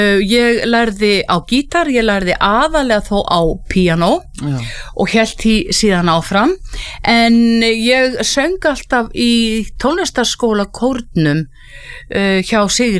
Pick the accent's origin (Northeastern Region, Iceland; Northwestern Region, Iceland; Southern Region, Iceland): Southern Region, Iceland; Hvolsvöllur; en ég fædd og uppalinn í Rangavallasýslunni og að mestu leiti á Hvolsvelli og þar fékk ég mína fyrstu tónlistarkennslu við tónlistarskólakór Rangæinga